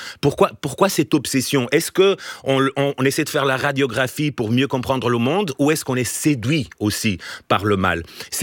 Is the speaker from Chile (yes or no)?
no; Portugal; French is a second language; moved away as an adult; now in France; moi je suis portugais